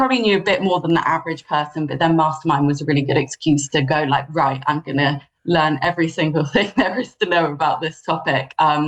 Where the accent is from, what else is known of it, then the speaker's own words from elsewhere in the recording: London, United Kingdom; Well, I grew up in London